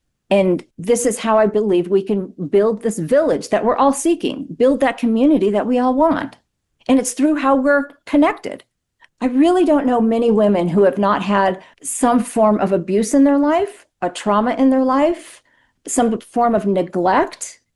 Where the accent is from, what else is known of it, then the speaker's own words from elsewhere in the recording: Las Vegas, Nevada, United States; Yeah, I'm from Vegas.